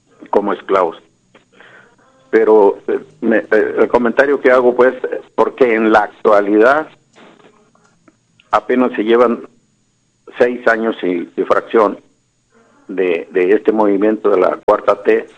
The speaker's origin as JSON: {"language": "Spanish", "country": "Mexico"}